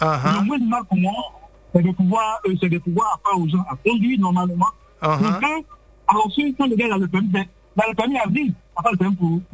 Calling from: Abidjan, Côte d’Ivoire; Je vous appelle d'Abidjan.

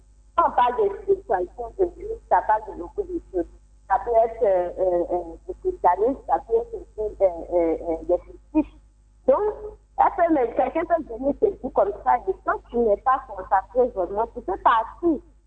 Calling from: Abidjan, Côte d’Ivoire; Je vous appelle de Plateau.

